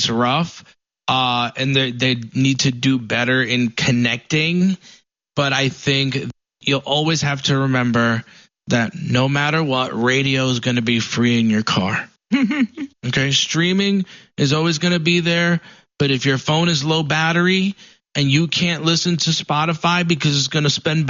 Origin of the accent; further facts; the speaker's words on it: Paterson, New Jersey, United States; Yeah, since I was 5, I grew up in New Jersey, in Paterson, New Jersey. It was a decent-sized city, full of a lot of culture.